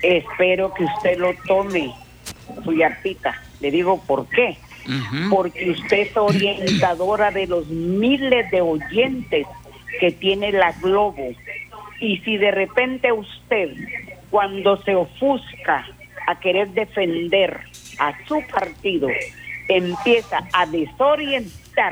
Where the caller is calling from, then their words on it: Honduras; sí soy hondureña.